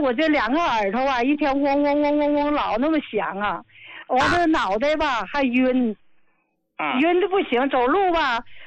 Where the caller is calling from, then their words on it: Qinhuangdao, Hebei, China; 我是秦皇岛的。